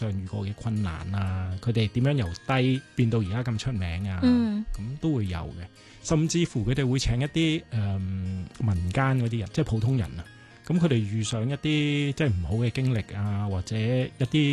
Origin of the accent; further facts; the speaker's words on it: Hong Kong; 我们香港人